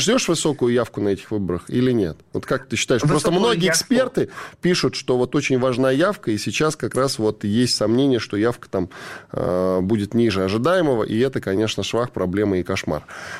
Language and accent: Russian; Moscow, Russia; Я москвич, меньше не приходило, секундочку.